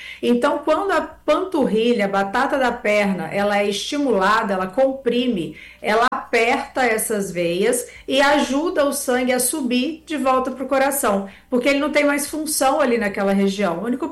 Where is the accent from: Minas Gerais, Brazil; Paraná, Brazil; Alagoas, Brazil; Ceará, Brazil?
Minas Gerais, Brazil; moved away; eu sou de Minas, lá a gente fala que o gato sobe no telhado.